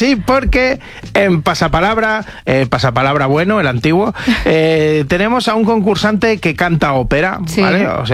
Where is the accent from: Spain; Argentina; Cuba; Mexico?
Spain; Galicia; Que soy gallego yo.